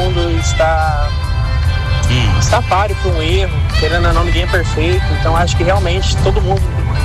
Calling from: Alfenas, Minas Gerais, Brazil; sou da cidade de Alfenas.

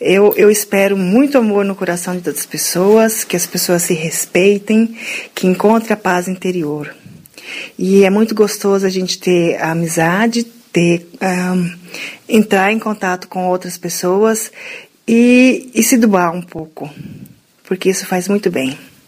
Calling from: Liechtenstein; eu moro em Liechtenstein.

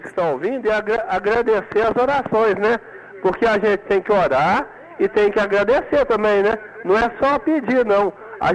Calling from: Divinópolis, Minas Gerais, Brazil; de Divinópolis, Minas Gerais.

